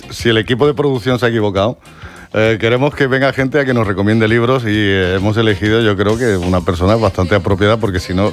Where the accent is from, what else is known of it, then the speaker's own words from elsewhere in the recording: Andalusia, Spain; soy del Valle de los Pedroches.